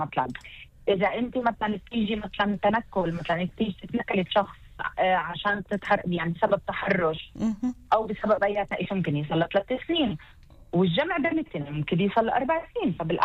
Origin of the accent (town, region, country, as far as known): Israel